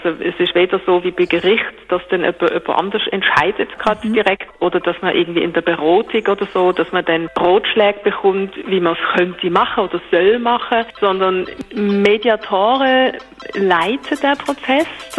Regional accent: Leipzig, Saxony, Germany; born there; ich bin geboren in Leipzig, habe dann dort Soziologie studiert

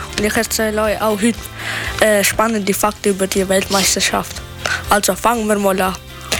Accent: Bosnia & Herzegovina; moved away; Also ich komme aus Bosnien

